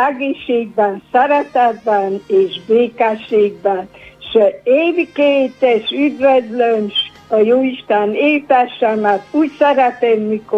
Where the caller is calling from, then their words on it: Ghelința, Covasna, Romania; Velencéről vagyunk